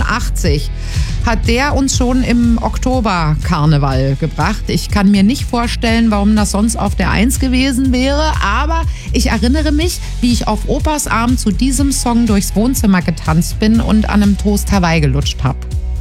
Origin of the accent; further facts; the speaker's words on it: Berlin, Germany; Ich komme ja nicht alleine aus Berlin